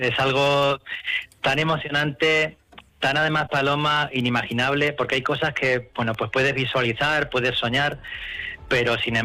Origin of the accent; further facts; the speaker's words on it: El Ballestero, Castilla-La Mancha, Spain; mi origen está en la parroquia de mi pueblo, en la parroquia de San Lorenzo Mártir del Ballestero.